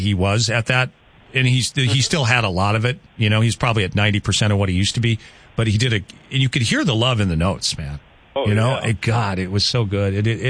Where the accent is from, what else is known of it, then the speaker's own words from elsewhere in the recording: Luverne, Minnesota, United States; I grew up in Laverne, Minnesota.